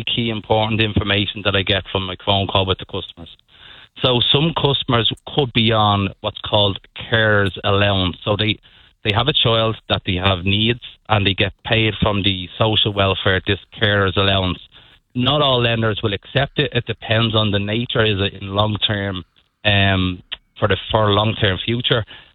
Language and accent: English; Dublin, Leinster, Ireland; So you can probably hear from my voice, I'm from Dublin.